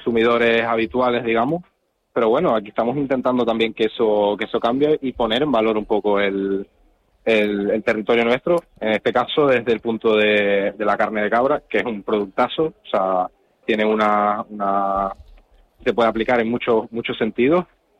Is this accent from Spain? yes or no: yes; Canary Islands, Spain; Tenerife y, bueno, las Islas Canarias en general, tenemos turismo, tenemos playa, tenemos montaña, tenemos de todo y sobre todo buen comer